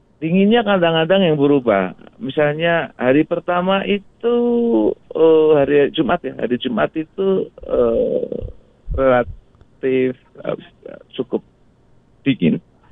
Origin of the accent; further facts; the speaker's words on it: Dieng, Central Java, Indonesia; kalau kami orang Dieng, teman-teman di Dieng sudah bisa menandai kalau siang terik sekali